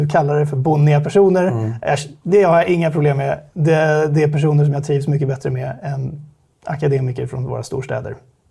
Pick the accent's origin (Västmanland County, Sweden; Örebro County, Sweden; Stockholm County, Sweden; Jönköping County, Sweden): Stockholm County, Sweden; Stockholm; Jag kommer från Stockholm. Akademiker bakgrund.